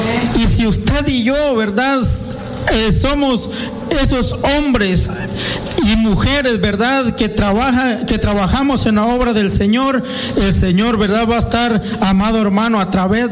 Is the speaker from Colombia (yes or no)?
no; San Marcos, Guatemala; now in Lake Forest, United States; Yo soy de Guatemala, desde el departamento de San Marcos